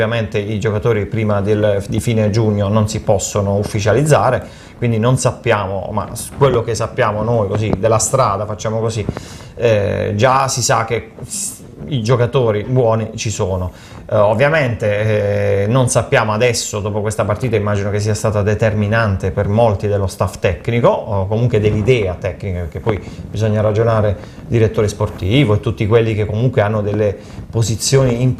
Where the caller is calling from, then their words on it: Taranto, Apulia, Italy; sono tarantino